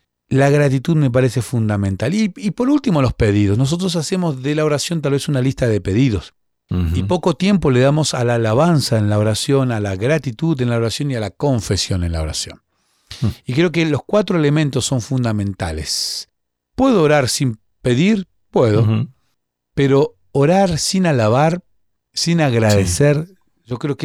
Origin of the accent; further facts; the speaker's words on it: Bahía Blanca, Buenos Aires Province, Argentina; yo viví unos años en una casa, en mi ciudad natal, en Bahía Blanca